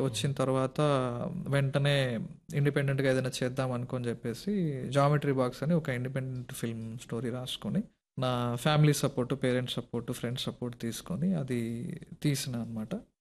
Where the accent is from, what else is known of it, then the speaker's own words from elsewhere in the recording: Bollepalli, Telangana, India; also born or lived in Nagarjuna Sagar; మాది సొంత ఊరు భువనగిరి దగ్గర బొల్లేపల్లి, రావినారాయణ రెడ్డి గారి గ్రామము.